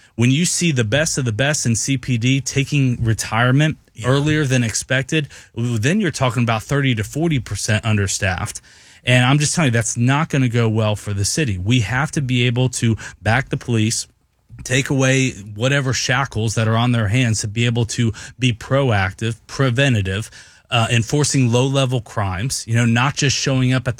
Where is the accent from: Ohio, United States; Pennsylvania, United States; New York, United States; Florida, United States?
Ohio, United States; Cincinnati; I grew up around Cincinnati